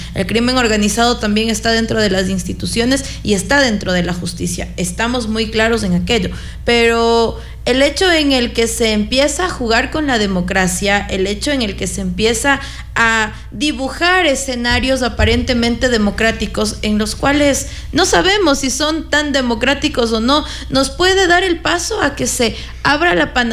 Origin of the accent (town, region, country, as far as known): Ecuador